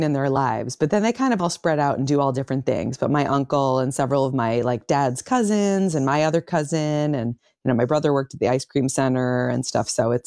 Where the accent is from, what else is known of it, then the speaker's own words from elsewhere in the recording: Syracuse, New York, United States; I'm from upstate New York. I'm from Syracuse, New York, and I am 45, so I was born in 1977